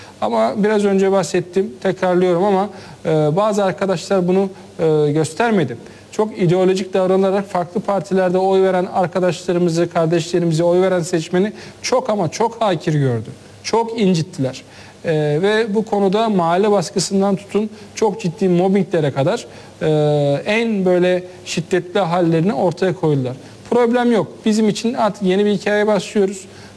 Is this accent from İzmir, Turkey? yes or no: yes; İzmir, Turkey; Ben İzmir Karşıyaka'lıyım. Yani doğma büyüme İzmirliyim. Biz İzmirliyiz.